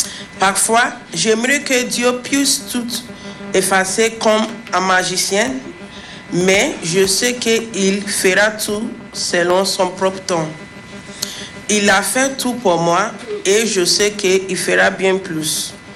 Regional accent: Nigeria; moved away; J'ai 31 ans, je viens du Nigeria.

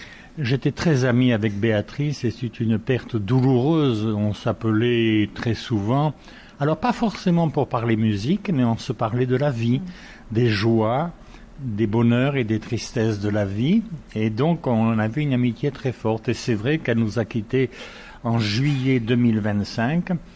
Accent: Tarbes, Occitanie, France; moved away as an adult; also born or lived in Toulouse; Moi j'ai été élevé à Tarbes, je suis né à Tarbes, j'avais une mère très pratiquante

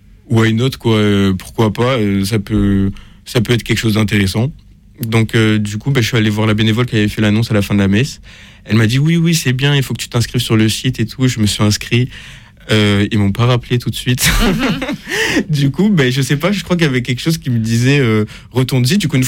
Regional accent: Montpellier, Occitanie, France; now in Val-d'Oise, France; parce que j'étais dans une nouvelle ville, parce que de base je viens de Montpellier.

